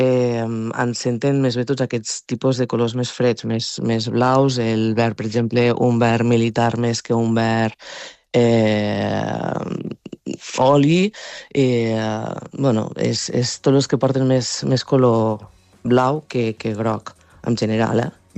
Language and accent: Catalan; Mollerussa, Catalonia, Spain; jo soc del Pla d'Urgell, de les Terres de Lleida, llavors aquí és molta zona de ramaderia i agricultura.